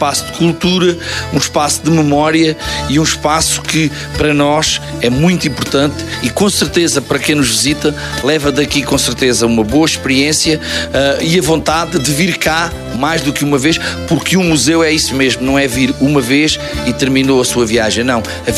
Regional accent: Arronches, Alentejo, Portugal; born there; começarmos a chegar à vila de onde eu nasci, em Ronches

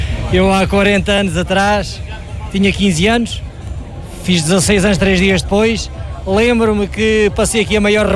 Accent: Tomar, Santarém, Portugal; vim aqui correr, isto era longe de casa, eu sou de Tomar.

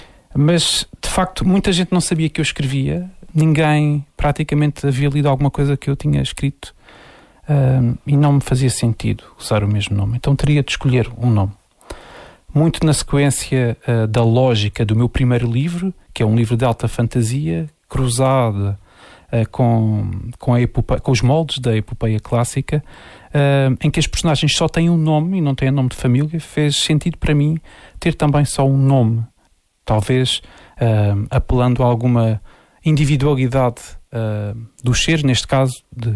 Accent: Silves, Algarve, Portugal; Eu cresci no Conselho de Silves, estudei em Silves

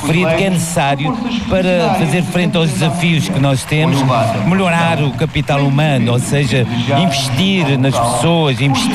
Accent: Azores, Portugal; e acho que gostei muito, como açoriano, de ter sido feito aqui nos Açores, em Angra do Heroísmo

